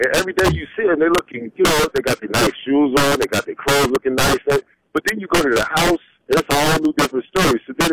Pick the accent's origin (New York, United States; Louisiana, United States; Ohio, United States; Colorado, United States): New York, United States; now in Brunswick, United States; Right now, I'm in Brunswick, Georgia. I come from New York.